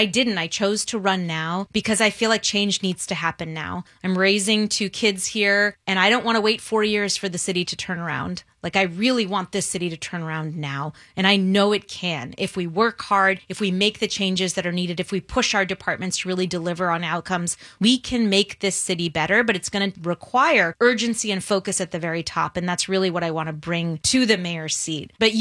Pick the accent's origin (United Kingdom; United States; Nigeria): United States; East Coast; We grew up in suburbs on the East Coast, didn't have access to be able to live out big dreams.